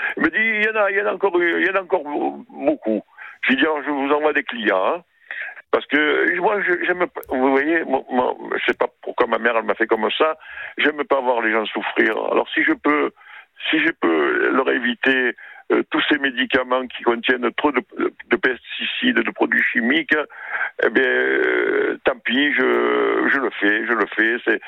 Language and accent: French; Oran, Oran Province, Algeria; moved away; Moi, quand je suis venu d'Algérie, je suis oranais, vous savez, j'habitais au château de Boisluzy, que tout le monde connaît à Marseille.